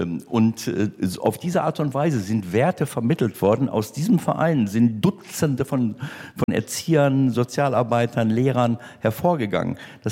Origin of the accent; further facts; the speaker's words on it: North Rhine-Westphalia, Germany; Ich bin groß geworden in der Nähe von Bielefeld